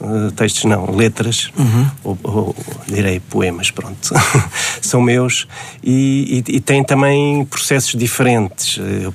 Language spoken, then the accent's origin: Portuguese; Mozambique; Acho que não, é claro, quando era miúdo em Moçambique.